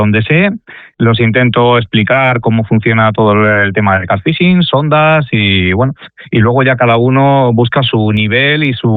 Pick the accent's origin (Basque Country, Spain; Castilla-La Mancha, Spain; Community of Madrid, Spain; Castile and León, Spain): Castile and León, Spain; Arévalo; moved away as an adult; now in Viana de Cega, Spain; Sí, bueno, yo no soy de Viana de Cega realmente, soy de un pueblo que de la zona de Ávila que se llama Arévalo, pero por motivos de románticos me vine a Viana de Cega y bueno, aquí me he instalado.